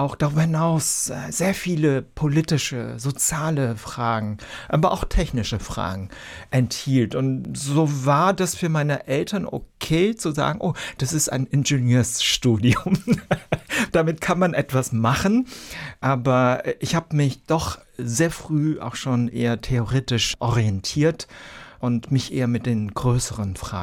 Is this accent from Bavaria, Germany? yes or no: no; Bonn, North Rhine-Westphalia, Germany; Ich bin in Bonn zur Schule gegangen.